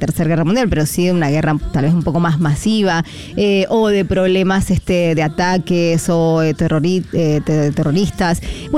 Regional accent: Argentina; es mi país, es mi tierra, señores.

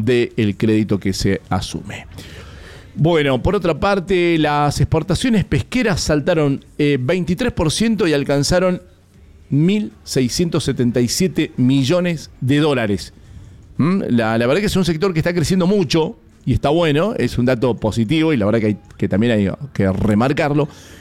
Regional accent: Mendoza, Argentina

